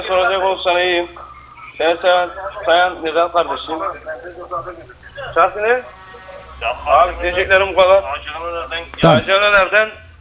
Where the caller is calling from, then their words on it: Nazilli, Aydın, Turkey; Nazilli Açık'tan arıyorum